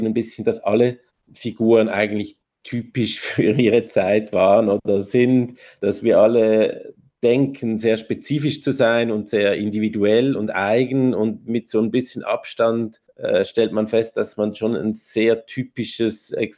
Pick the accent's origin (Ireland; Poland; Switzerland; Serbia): Switzerland; born there; Ich bin in der Schweiz geboren und meine Eltern sind auch in der Schweiz geboren. Wir sind aber jüdisch